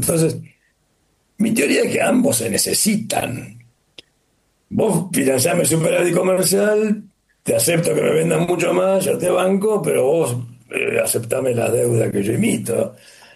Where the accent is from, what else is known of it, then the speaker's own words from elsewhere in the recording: Australia; Spanish is a second language; yo vengo de Australia, para los australianos el niño es un drama